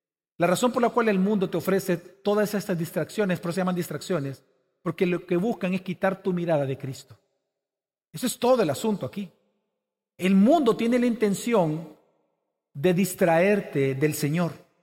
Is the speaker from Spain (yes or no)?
no; El Salvador